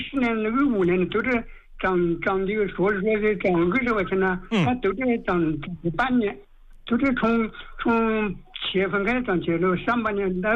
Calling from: Tianmen, Hubei, China; 我们来自天门。

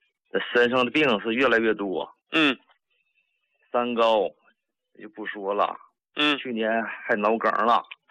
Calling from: Shenyang, Liaoning, China; 我是沈阳的。

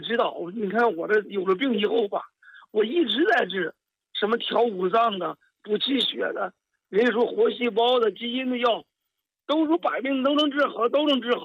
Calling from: Cangzhou, Hebei, China; 我河北沧州的。

